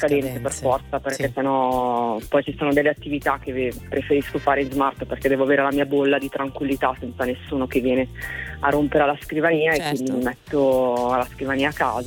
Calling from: Milan, Lombardy, Italy; Da Milano.

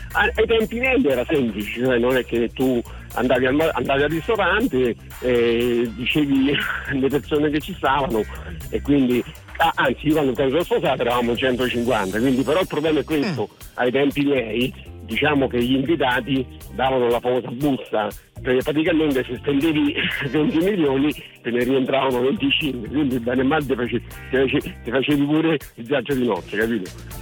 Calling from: Tivoli, Lazio, Italy; Io sono della provincia di Roma, sono di Chivoli, okay. Io ho 80 anni

